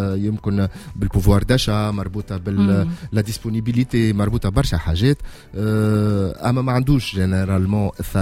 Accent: Tunisia; هو الحقيقة نحن تونسي نفهموا في كل شيء

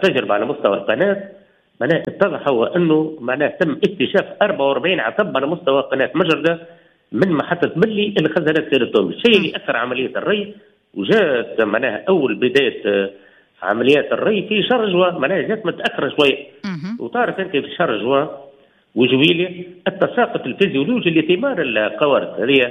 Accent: Nabeul Governorate, Tunisia

